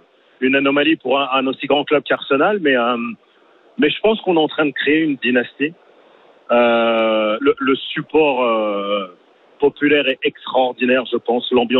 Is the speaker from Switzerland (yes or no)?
no; Sarcelles, Île-de-France, France; born there; Non, mais je suis né à Sarcelles. Je suis rentré à 13 ans au centre de formation.